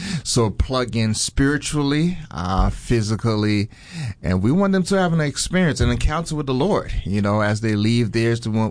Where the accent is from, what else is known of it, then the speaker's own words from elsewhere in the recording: Fort Lauderdale, Florida, United States; born there; moved away as an adult; also born or lived in Haiti / Tupelo, Mississippi; now in Mobile, United States; born in Haiti, raised in Fort Lauderdale, Florida. From Fort Lauderdale, Florida, matriculated to, came here to Alabama for school.